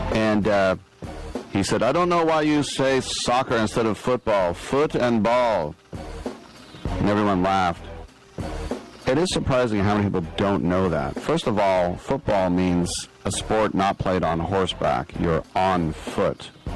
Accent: United States; I'm American.

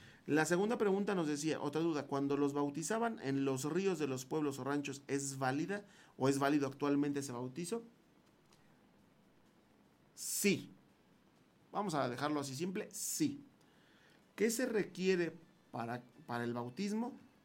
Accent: Mexico City, Mexico; yo soy, del centro del país. Yo, en lo personal, soy de la Ciudad de México.

